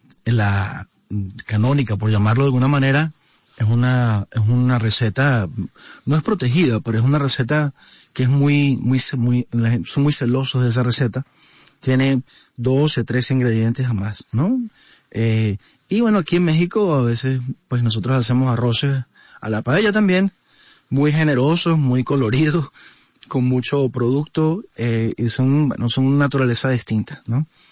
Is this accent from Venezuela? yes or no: yes; Venezuela; born there; Hombre, yo soy venezolano y soy mexicano nacido en Venezuela